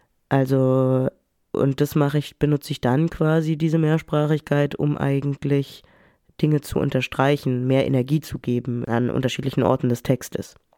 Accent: Germany; Ich bin in den 90ern aufgewachsen und dort habe ich ganz viel konsumiert an Video-, Film-Sachen. Und ich bin in Deutschland aufgewachsen, aber in so einer französischen Bubble.

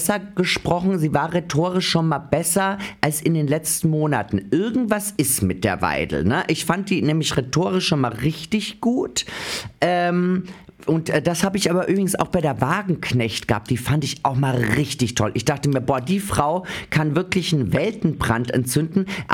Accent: Carinthia, Austria; moved away; ich komme aus Österreich. Ich bin mit Jörg Haider aufgewachsen als Landeshauptmann.

